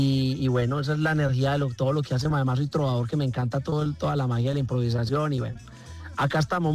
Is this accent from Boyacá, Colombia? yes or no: no; El Carmen de Viboral, Antioquia, Colombia; Yo soy del Carmen de Viboral y comienzo por mis raíces, que son mis padres